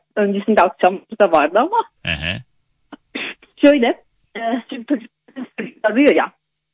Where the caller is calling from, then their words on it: Istanbul, Turkey; İstanbul'dan arıyorum.